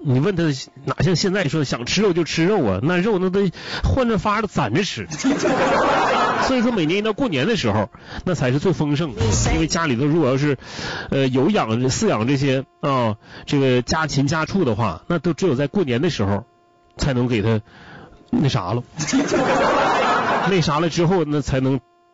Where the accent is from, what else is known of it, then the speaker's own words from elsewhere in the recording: Northeast China, China; 在咱们东北人的心目当中